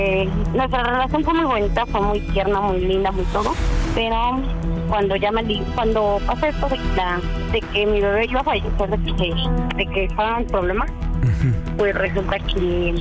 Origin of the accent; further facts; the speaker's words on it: Ecatepec, State of Mexico, Mexico; Tengo 30 años, soy de aquí de Catepec.